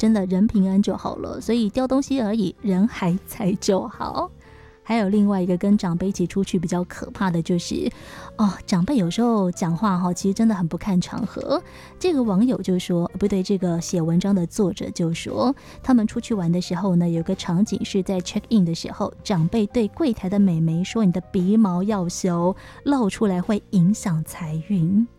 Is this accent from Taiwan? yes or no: yes; Taiwan; 身为台湾人好像真的有一些就是异于常人的地方，